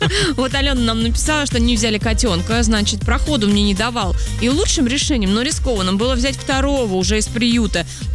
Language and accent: Russian; Moscow, Russia; Понятно, я вот коренная москвичка, у меня ничего такого нет.